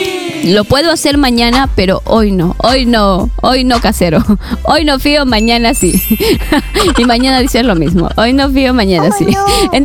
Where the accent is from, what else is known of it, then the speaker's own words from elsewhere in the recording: Aguaytía, Ucayali, Peru; Hola, Mayo, buenas tardes … de Aguaitía.